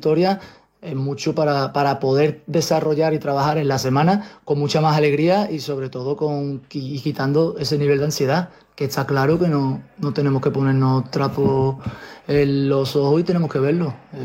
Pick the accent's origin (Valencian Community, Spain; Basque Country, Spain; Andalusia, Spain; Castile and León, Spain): Andalusia, Spain; Morón de la Frontera; yo soy de Morón y esto me coge muy cerca.